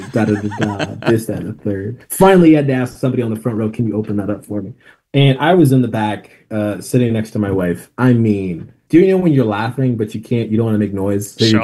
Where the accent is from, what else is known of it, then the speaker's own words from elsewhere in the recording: Tanzania; and I'm from Tanzania, East Africa